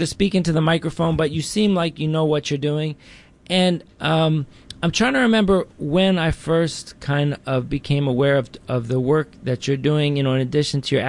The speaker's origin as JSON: {"language": "English", "town": "Baltimore", "region": "Maryland", "country": "United States", "moved": "yes", "lives_now": "New York, United States", "said": "like a lot of Baltimoreans do. I went to a Baltimore Polytechnic Institute for high school."}